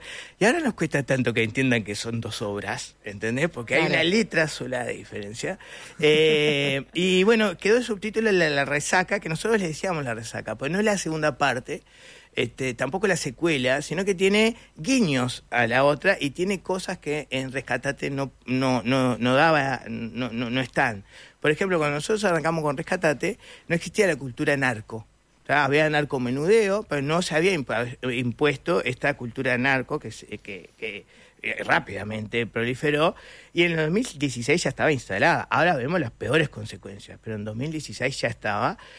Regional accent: Montevideo, Uruguay; moved away; yo soy de Villa Española, ahora no vivo ahí.

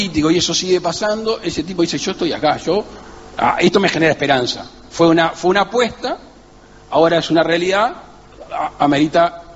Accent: Uruguay

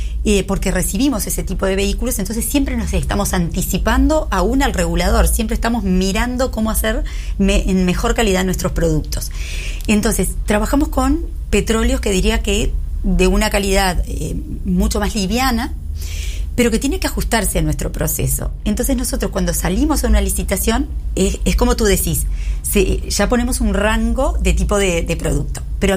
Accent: Uruguay; soy uruguaya, represento a todos los uruguayos

